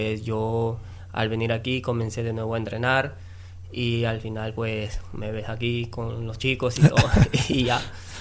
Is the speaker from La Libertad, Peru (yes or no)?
yes; Trujillo, La Libertad, Peru; Yo soy de Perú.